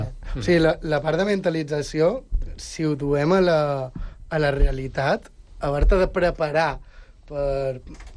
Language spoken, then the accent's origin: Catalan; Balearic Islands, Spain; també soc mallorquí